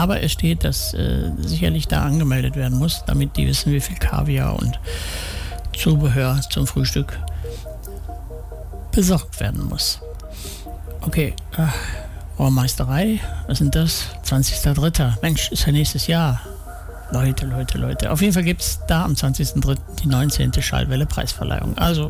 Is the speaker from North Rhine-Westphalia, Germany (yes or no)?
yes; Gladbeck, North Rhine-Westphalia, Germany; als ich jetzt die Tage durch meinen Heimatort Gladbeck gewandert bin